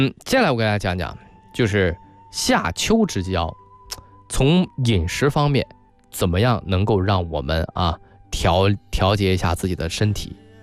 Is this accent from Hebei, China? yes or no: no; Shandong, China; now in Guangdong, China; 我是北方长大的啊，虽然这老家是汕头的，是潮汕人，但是我从小是在山东长大啊，喝着北方的水，然后呢由北方的气候滋养长大，所以来到了广东之后